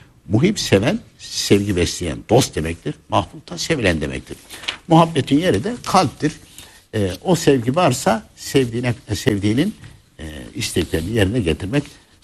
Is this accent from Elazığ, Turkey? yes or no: no; Konya, Turkey; Ya bir bakıyorsun ki ben de Konyalıyım.